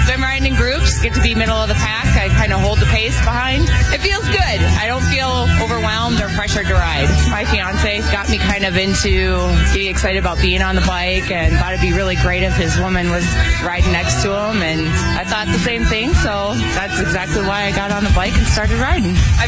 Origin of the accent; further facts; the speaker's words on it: Minneapolis, Minnesota, United States; I'm from Minneapolis, Minnesota.